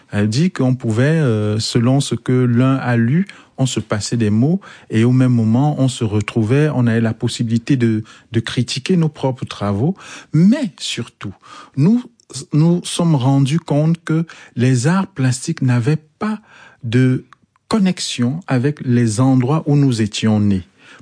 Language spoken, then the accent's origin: French; Cameroon; Chez nous, au Cameroun, on appelle les librairies au poteau.